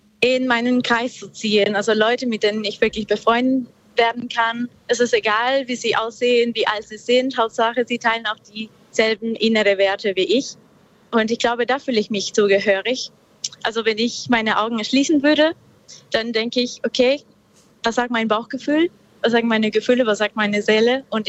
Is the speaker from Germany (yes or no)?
no; northern Peru, Peru; moved away; ich komme ursprünglich aus Peru. Ich bin im Norden von Peru aufgewachsen und da gab es sehr viel Natur